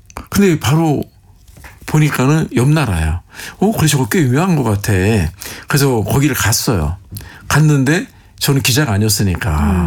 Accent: South Korea; 내가 한국에서 왔는데

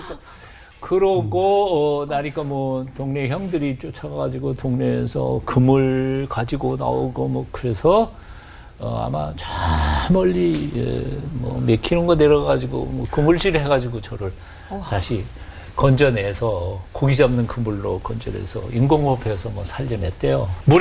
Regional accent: Chuncheon, Gangwon, South Korea; 지금은 제 고향 춘천이 의암 때문에 막혀가지고 호수가 돼버렸죠.

